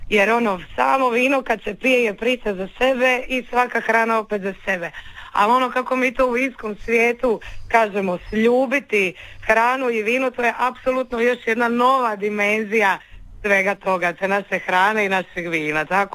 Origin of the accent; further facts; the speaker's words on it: Dalmatia, Croatia; mi smo Dalmatinci